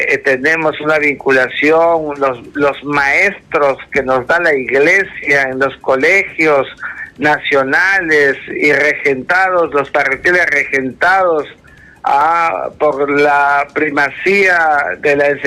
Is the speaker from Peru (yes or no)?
yes; Peru